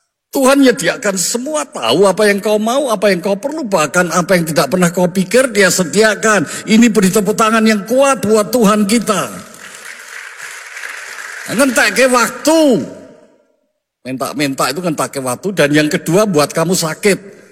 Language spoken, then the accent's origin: Indonesian; Magelang, Central Java, Indonesia; Kalau orang Jogja, saya dari Jogja, Magelang itu